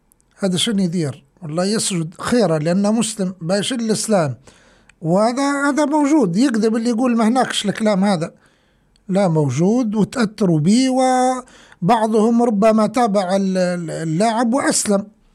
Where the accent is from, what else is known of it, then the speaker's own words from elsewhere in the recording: Libya; accent: Libyan; والله واحد جايب سطل بغلي بلهجتنا الليبية يعني دلو من الاسمنت